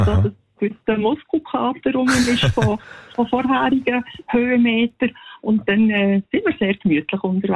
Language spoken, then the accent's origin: German; Lucerne, Switzerland; weil wir sind Luzerner und … sind Luzerner.